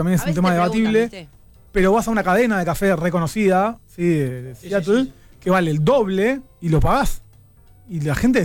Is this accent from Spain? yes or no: no; Argentina